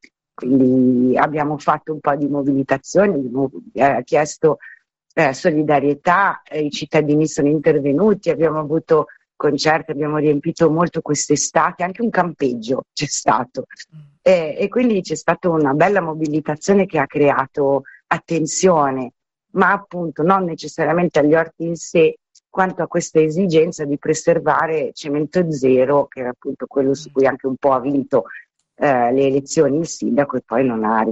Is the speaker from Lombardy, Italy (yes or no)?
yes; Milan, Lombardy, Italy; accent: Milanese; now in Livorno, Italy; io sono di Milano, come sentite dal mio accento, e vivo a Livorno